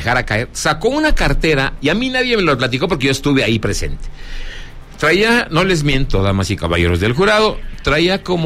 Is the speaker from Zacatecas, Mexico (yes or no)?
yes; Zacatecas, Mexico; de mi tierra Zacatecas